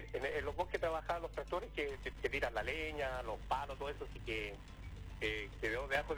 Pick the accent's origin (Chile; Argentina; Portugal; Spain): Chile; Florida; born there; nosotros nacimos en el campo, Paulita. Yo nací en Florida.